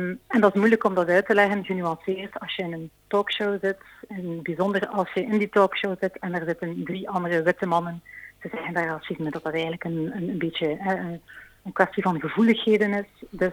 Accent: Belgium; born there; Ik ben Chinees, Indonesische, Belgische. Ik ben geboren in België. Mijn vader is afkomstig uit Indonesië, maar heeft Chinese roots. De hele familie is eigenlijk Chinees, maar al begin van de jaren 1900 eigenlijk naar Indonesië gemigreerd.

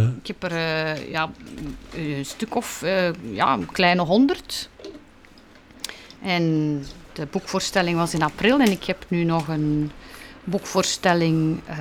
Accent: Moorsele, Flanders, Belgium; born there; in Moorselen. In mijn geboortedorp

